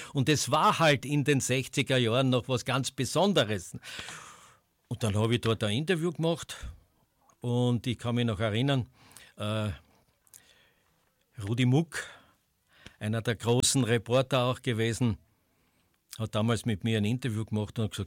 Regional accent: Styria, Austria; accent: Styrian

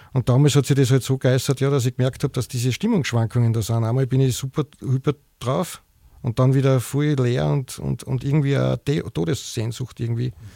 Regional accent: Schladming, Styria, Austria; also born or lived in Graz; Also ich bin ja in der Obersteiermark aufgewachsen, das habe ich vergessen zu sagen.

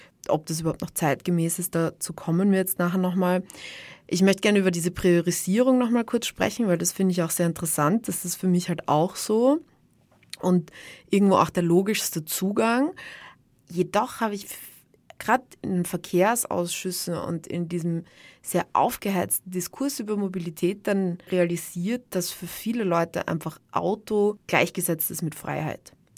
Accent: Graz, Styria, Austria; also ich bin aus Graz und ich habe schon in sehr vielen unterschiedlichen Bezirken gewohnt

